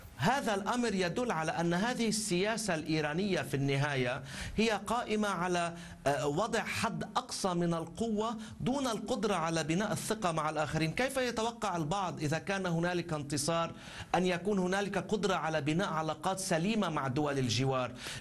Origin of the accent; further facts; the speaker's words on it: Lebanon; وأتحدث كلبناني أنا هنا